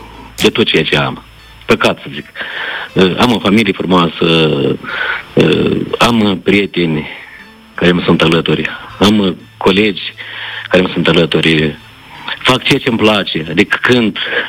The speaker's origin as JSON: {"language": "Romanian", "town": "Verejeni", "region": "Telenești District", "country": "Moldova", "tie": "born or raised there", "said": "de Verejeni, satul meu de Baștină, din raionul Telenești, unde m-am născut și am crescut, unde am umblat de scurs prin iarbă, un sat frumos, pitoresc, din inima Moldovei"}